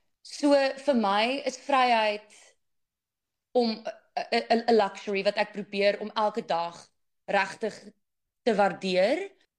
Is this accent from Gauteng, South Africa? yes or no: no; Durbanville, Western Cape, South Africa; also born or lived in Paarl; Ek het groot geword in Durbanville.